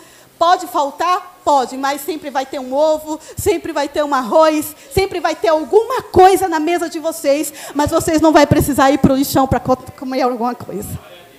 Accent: Maceió, Alagoas, Brazil; eu sou alagoana, tá? Sou de Maceió, Alagoas.

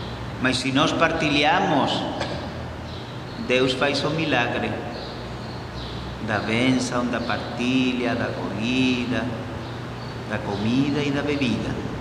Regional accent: Spain; Portuguese is a second language; moved away; O Papa Leão está visitando minha terra, está na Espanha agora

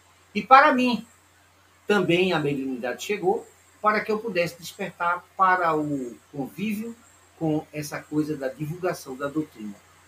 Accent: Alagoas, Brazil; now in Recife, Brazil; Eu saí de Alagoas e viemos morar em Recife.

